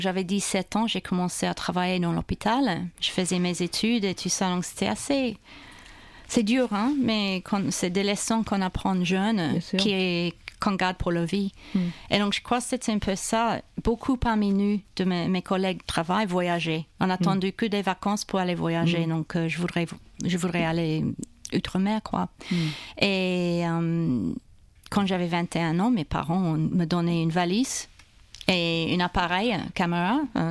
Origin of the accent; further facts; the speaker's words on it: Brisbane, Queensland, Australia; born there; French is a second language; moved away as an adult; also born or lived in Japan / Belgium / Switzerland / France; je suis née à Brisbane.